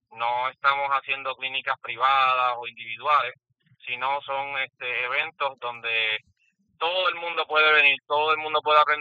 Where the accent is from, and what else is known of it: Puerto Rico